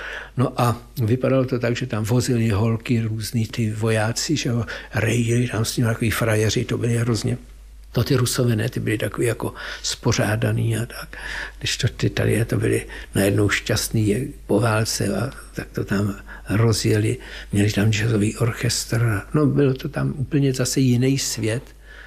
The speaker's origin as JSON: {"language": "Czech", "town": "Plzeň", "region": "Plzeň Region", "country": "Czechia", "moved": "yes", "said": "Poněvadž jsem Plzeňák a v Plzni máme mnoho příbuzenstva"}